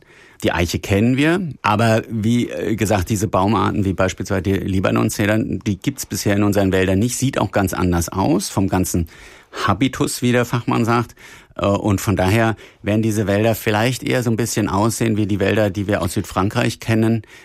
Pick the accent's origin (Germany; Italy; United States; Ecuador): Germany; Hesse; Also ich komme selber aus dem Taunus